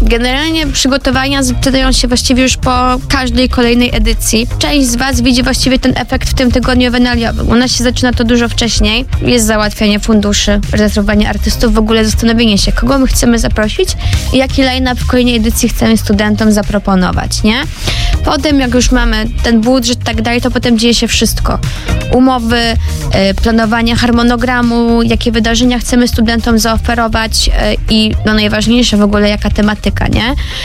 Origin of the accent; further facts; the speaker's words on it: Kuyavian-Pomeranian Voivodeship, Poland; moved away as an adult; now in Toruń, Poland; ja w ogóle nie pochodzę z Torunia. Jestem spod Torunia, z Borów Tucholskich i bardzo lubiłam rowerem jeździć. U nas jest pełno lasów